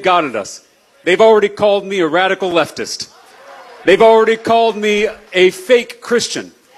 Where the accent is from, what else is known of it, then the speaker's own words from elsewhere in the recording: Texas, United States; You know, I'm an eighth generation Texan. I've been eating barbecue since before Ken Paxton's first indictment.